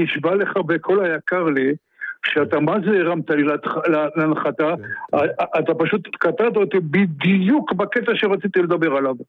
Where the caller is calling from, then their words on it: Petah Tikva, Central District, Israel; אני מפתח תקווה.